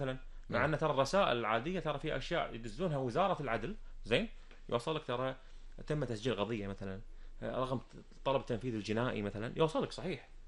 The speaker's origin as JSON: {"language": "Arabic", "country": "Kuwait", "said": "إحنا عندنا بالكويت"}